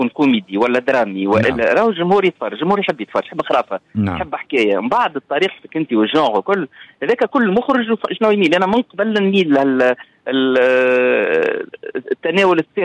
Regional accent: Tunisia

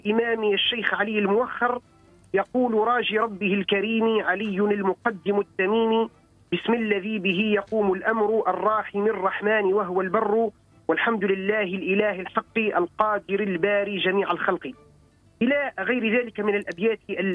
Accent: Sfax, Sfax Governorate, Tunisia; من مدينة صفاقس ومن كامل ربوع بلادنا تونس الطيبة.

